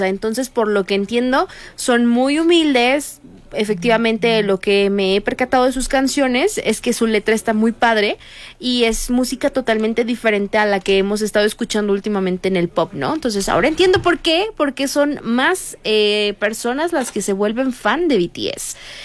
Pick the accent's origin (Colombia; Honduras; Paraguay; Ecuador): Colombia; Vos la conocés, pero no somos argentinos